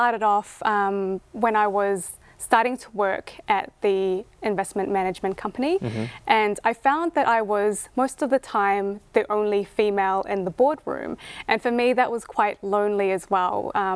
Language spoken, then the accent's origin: English; New Zealand; also born or lived in Thailand; for me, I grew up in New Zealand mm-hmm. and Thailand.